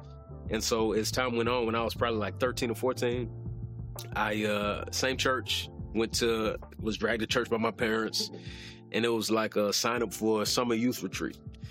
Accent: Dallas, Texas, United States; Yeah, I grew up in Dallas in a loving family.

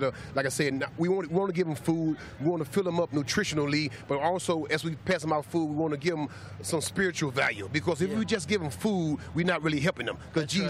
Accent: Illinois, United States; the church here is 4021 South State, and I grew up in the Project 4022.

